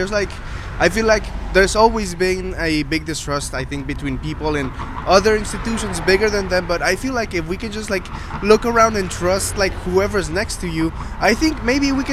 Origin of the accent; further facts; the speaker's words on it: Mexico; moved away; I am from Mexico, actually. I moved here like a couple years ago